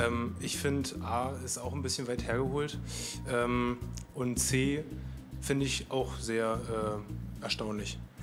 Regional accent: Bremen, Germany; Genau, wir kommen aus Bremen.

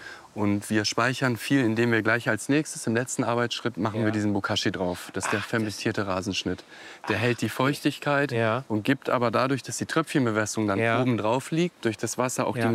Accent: Hanover, Lower Saxony, Germany; Ich komme eigentlich aus Hannover.

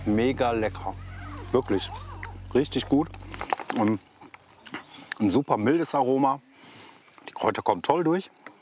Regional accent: Germany; Und man hat mir nur eingebläut, ich bin aus der BRD.

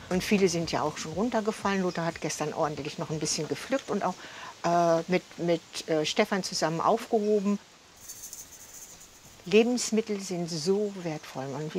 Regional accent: Minden, North Rhine-Westphalia, Germany; Meine Heimat, ich bin in Minden geboren

